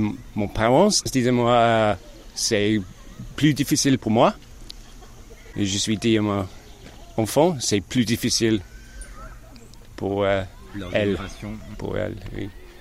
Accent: England, United Kingdom; French is a second language; Je suis anglais.

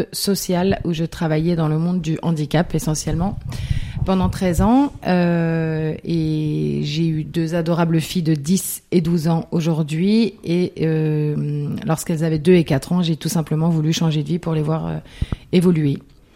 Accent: Grand Est, France; Alors, moi je viens tout droit du département des Vosges, où j'ai grandi dans une fratrie de 5 enfants, où j'ai eu une enfance tout à fait ordinaire.

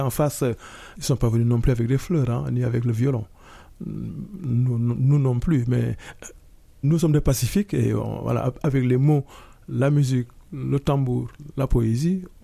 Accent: Senegal; Je ne parle pas en tant que Sénégalais ou en tant que Franco-Sénégalais, je parle juste en tant qu'humain, tout simplement.

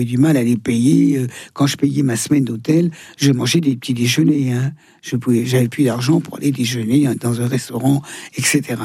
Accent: Thonon-les-Bains, Auvergne-Rhône-Alpes, France; born there; un peu dans ma région, Rhône-Alpes. Je vais être à Annecy. Je vais être à Thenon-les-Blains, ma ville natale.

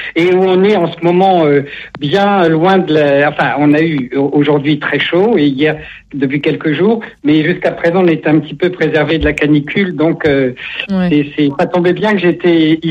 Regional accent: Grand Est, France; born there; also born or lived in Brittany, France; En fait, je vis entre deux régions, dans la Marne qui est ma région natale et en Bretagne un mois sur deux

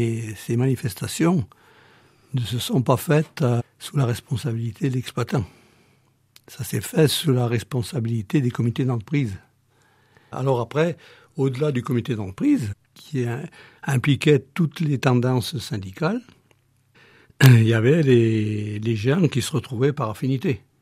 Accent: Saint-Étienne, Auvergne-Rhône-Alpes, France; chez nous, à Saint-Étienne, c'était surtout des gens de la langue, de la lyonnaise.

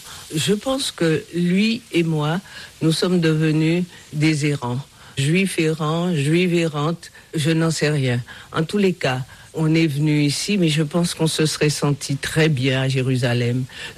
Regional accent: Saintes, Nouvelle-Aquitaine, France; born there; Oui, bien sûr, 3 mois, je suis né à Saintes, tout à fait par hasard.

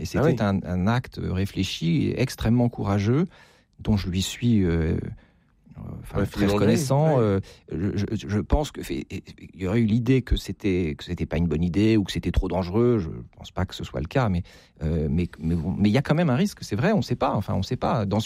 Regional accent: Russia; French is a second language; c'est vrai que quand on est russe, et surtout si on est russe et que on désire la démocratie dans son pays, on entend le fait d'être renvoyé à des clichés.

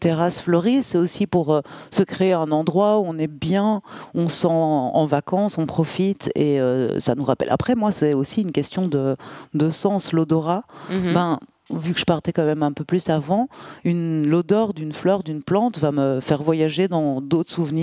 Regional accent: Brussels, Belgium; Moi, je viens de Bruxelles de base.

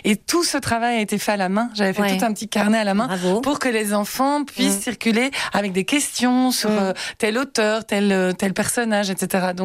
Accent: Brussels, Belgium; born there; Moi, je suis née à Bruxelles, donc je connais Bruxelles de gauche à droite

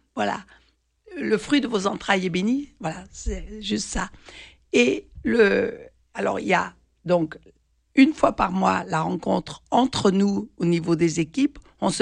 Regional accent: Marseille, Provence-Alpes-Côte d'Azur, France; Je suis marseillaise

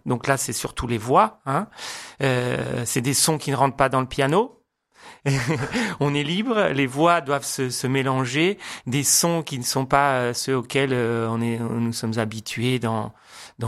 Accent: Geneva, Switzerland; born there; moved away; also born or lived in Rome, Italy; Je suis né à Genève, d'accord, mais je reste romain d'adoption. J'aime bien dire ça parce que j'ai vécu longtemps là-bas et je reste vraiment ma patrie de cœur aussi, l'Italie et Rome en particulier.

